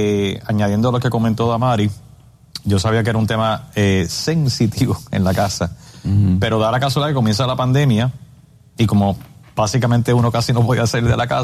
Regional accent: Puerto Rico; como los dos somos de Puerto Rico, que el niño sea de Puerto Rico y allá.

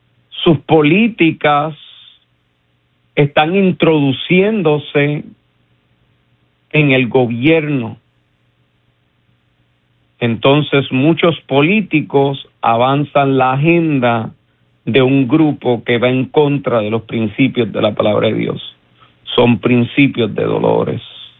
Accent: Puerto Rico; nosotros como puertorriqueños.

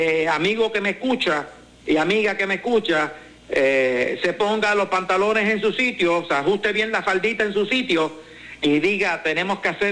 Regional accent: Puerto Rico; nosotros como puertorriqueños

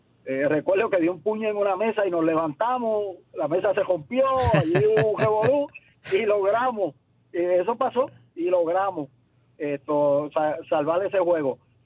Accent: Comerío, Puerto Rico; del barrio donde yo me crié, en La Plata

